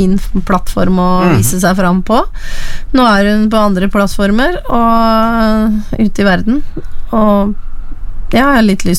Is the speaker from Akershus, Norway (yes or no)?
no; Vestfold, Norway; Jeg kommer jo fra Vestfold og bjørnebær, ja.